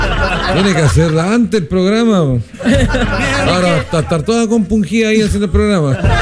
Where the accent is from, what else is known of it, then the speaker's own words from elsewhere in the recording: Chile; Yo soy de Pobla. ¿Ya? Soy de Pobla, allá en la Pobla salíamos todas patita pelada nomás, kinder, si no teníamos botas.